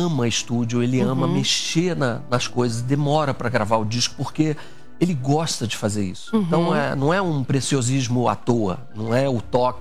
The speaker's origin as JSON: {"language": "Portuguese", "town": "Brasília", "region": "Federal District", "country": "Brazil", "tie": "born or raised there", "also_born_or_lived": "Rio de Janeiro", "moved": "yes", "said": "Foi em Brasília que o meu pai foi transferido para lá, nós somos cariocas que foram morar lá. E eu amei ter crescido em Brasília."}